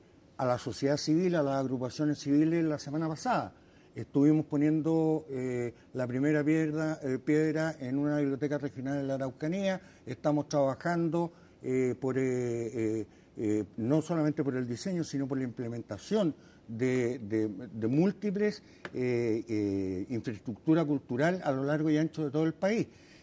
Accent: Basque Country, Spain

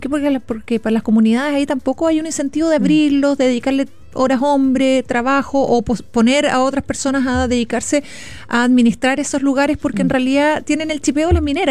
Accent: Chile; Y necesitamos también educarnos como chilenos.

